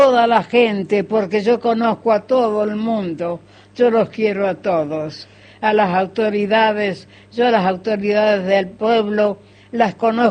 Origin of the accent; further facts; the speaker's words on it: Nueva Galia, San Luis, Argentina; moved away; Yo soy de Nueva Galia.